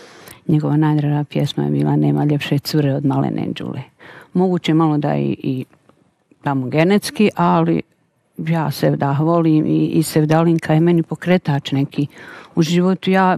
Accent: Nevesinje, Republika Srpska, Bosnia & Herzegovina; born there; also born or lived in Mostar; now in Kačuni, Bosnia and Herzegovina; Ja sam Hercegovka, rođena sam u Nevesinju, živjela u Mostaru, udala se u Bosnu, u Kačune, kod Busovače.

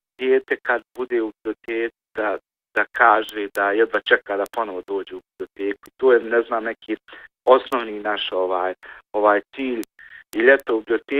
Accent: Zenica, Federation of Bosnia and Herzegovina, Bosnia & Herzegovina; born there; iako sam rođen ovdje u Zenici, cijeli život sam...

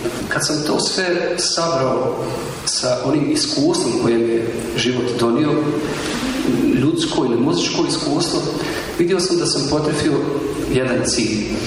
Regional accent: Kozarac, Republika Srpska, Bosnia & Herzegovina; Ja sam iz Kozarca, inače, Kozarac je pod Prijedora, jednim Brđanima, i sad od tih Brđana postoji još sjever, pa se zovu Krčevine. E, tu sam ja rođen i odrastao i proveo te svoje djetinjstvo.

